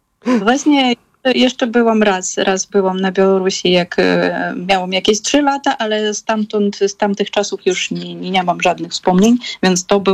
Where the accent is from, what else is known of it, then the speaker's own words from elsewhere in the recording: Kyiv, Ukraine; tak, jesteśmy z Kijowa, a jednak te korzenie trochę tam są takie ciekawsze.